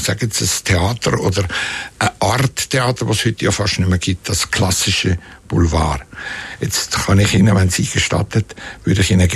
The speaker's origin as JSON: {"language": "German", "town": "Kaltbrunn", "region": "St. Gallen", "country": "Switzerland", "tie": "born or raised there", "said": "Und da gab es damals in dem Dorf, wo ich aufgewachsen bin, Kaltbrunn hat das geheißen. Heißt heute noch."}